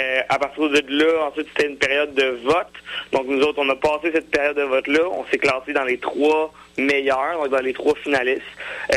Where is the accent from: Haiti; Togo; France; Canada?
Canada; Quebec; à cause qu'on est Québécois.